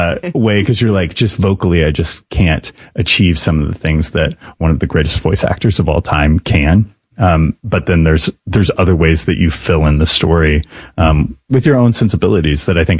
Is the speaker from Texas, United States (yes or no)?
yes; Texas, United States; now in New York City, United States; I'm from Texas originally.